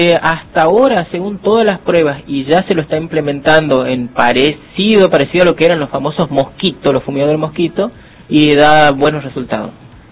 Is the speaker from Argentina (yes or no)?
yes; Formosa, Argentina; moved away; todos me preguntan, ¿soy de Formosa o de Salta? No, de Formosa soy, pero ¿por qué no hablas así con la cantadita del Paraguay? Y porque, bueno, nosotros tenemos, viste que nuestra cultura es salto-chaqueña